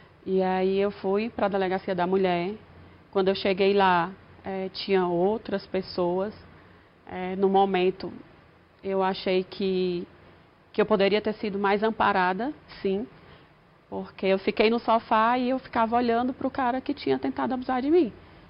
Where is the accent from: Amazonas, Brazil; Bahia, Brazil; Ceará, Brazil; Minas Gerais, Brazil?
Ceará, Brazil; Fortaleza; moved away; E eu não tenho ninguém, eu não sou daqui, eu sou de Fortaleza.